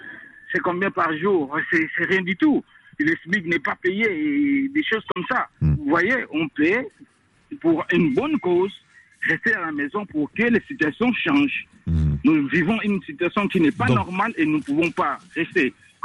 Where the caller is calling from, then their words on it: Kinshasa, DR Congo; dans mon quartier là, je suis en Binza